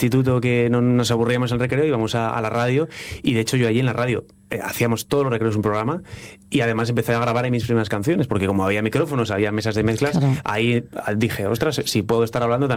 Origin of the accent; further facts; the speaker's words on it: Luanco, Asturias, Spain; moved away as an adult; yo soy de Luanco, ¿no?, pero me fui a Madrid para estudiar